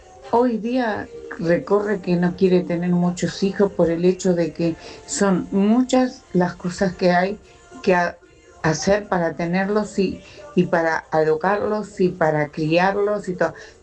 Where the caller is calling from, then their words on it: Boulogne, Buenos Aires Province, Argentina; de Boulogne.